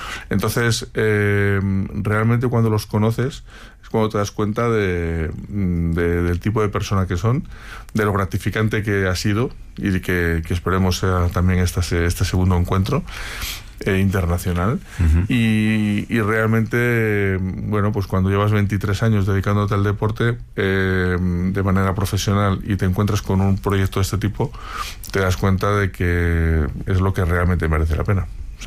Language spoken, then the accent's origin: Spanish; Madrid, Community of Madrid, Spain; yo me he criado, aunque soy de aquí de Madrid, he tenido la suerte de veranear en pueblos de la España vaciada